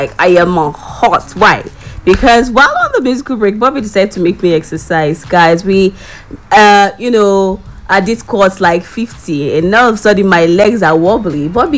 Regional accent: Nigeria; Just like how Nigeria, our capital is Abuja.

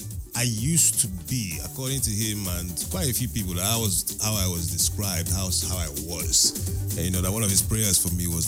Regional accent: Nigeria; as a Nigerian

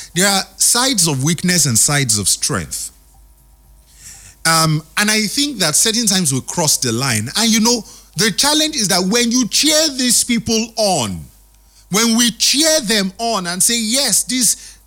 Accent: Niger Delta, Nigeria; I grew up in the Niger Delta.

